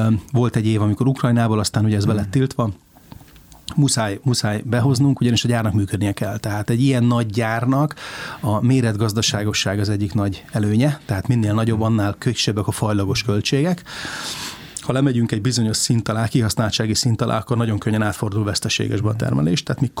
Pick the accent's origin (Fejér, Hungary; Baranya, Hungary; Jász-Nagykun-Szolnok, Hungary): Fejér, Hungary; Székesfehérvár; born or raised there